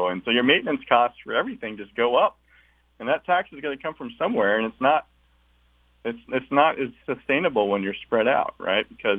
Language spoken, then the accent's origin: English; Texas, United States; I'm from Texas.